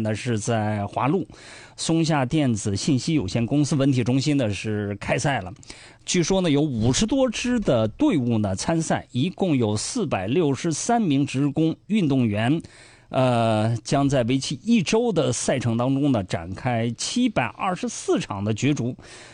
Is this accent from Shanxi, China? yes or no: no; Dalian, Liaoning, China; 咱们大连人